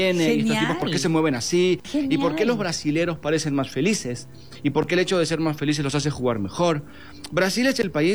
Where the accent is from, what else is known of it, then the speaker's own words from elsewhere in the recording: Argentina; Yo soy argentino, pero me río mucho de los argentinos.